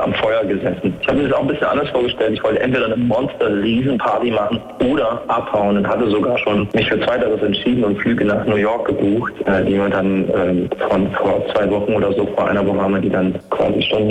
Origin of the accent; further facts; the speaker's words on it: Erfurt, Thuringia, Germany; bleibe ich denn jetzt in meiner Heimatstadt Erfurt, gehe ich nochmal raus oder reise ich nochmal die Biografie an und ziehe in ein Land und mache einen Kaffee auf oder bleibe ich Musiker?